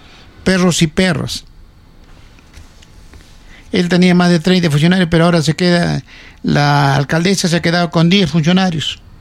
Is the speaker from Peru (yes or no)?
yes; Arequipa, Peru; yo no soy de Puno, yo soy de Arequipa, mis padres somos moquebanos.